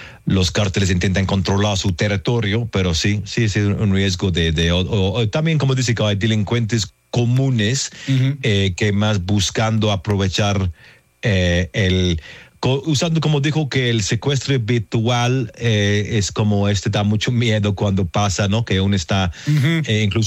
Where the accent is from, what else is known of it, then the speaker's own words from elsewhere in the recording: England, United Kingdom; Yo, como soy de Inglaterra